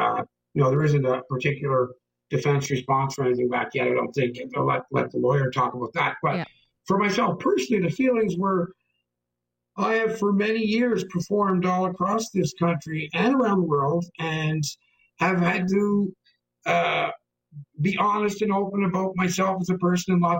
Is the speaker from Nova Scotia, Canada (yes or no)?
yes; Cape Breton, Nova Scotia, Canada; as Cape Bretoners